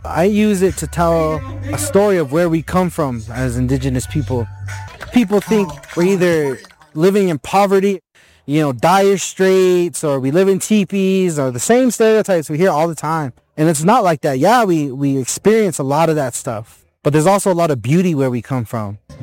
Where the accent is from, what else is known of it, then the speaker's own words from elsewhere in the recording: United States; I come from the Ogallala Lakota, the Umaha, and the Diné people. I'm also Ihangtawan Dakota.